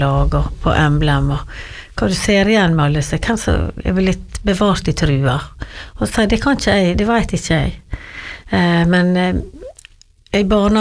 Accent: Giske, Møre og Romsdal, Norway; born or raised there

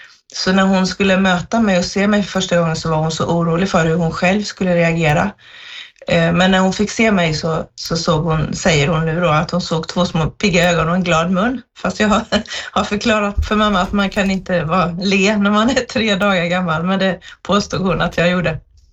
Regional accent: Jönköping County, Sweden; Jag kommer ifrån södra Sverige utanför Jönköping

